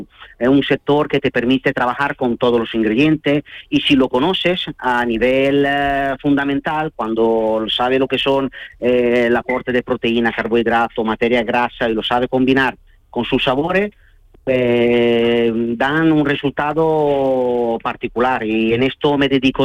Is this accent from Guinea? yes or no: no; Veneto, Italy; Spanish is a second language; now in Cádiz, Spain; yo soy italiano, nativo de la zona de Venecia, pero llevo muchos años aquí en Cádiz